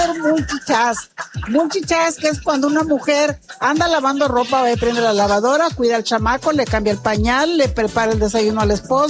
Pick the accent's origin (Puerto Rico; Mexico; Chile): Mexico; Tamaulipas; Es que como soy de Tamaulipas, Chiquilín, hay que hacerle honor al estado también.